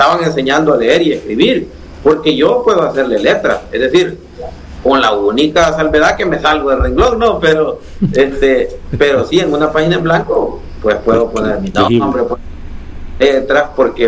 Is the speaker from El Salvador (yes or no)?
yes; Jucuapa, Usulután, El Salvador; born there; Luego en la Saúl Flores de Jucuapa, luego estudié en el bachillerato un general.